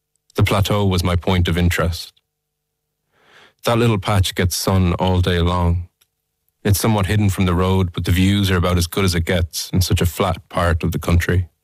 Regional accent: County Offaly, Ireland; I'm a writer from County Offaly.

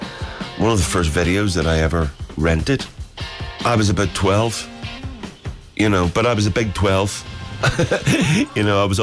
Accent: Ireland; I think a big part of that comes from being Irish and our history with oppression

